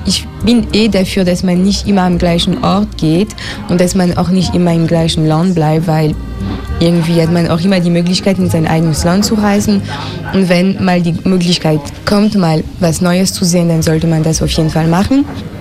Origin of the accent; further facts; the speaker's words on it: France; Also man isst als Franzose immer sehr gern mit anderen Leuten.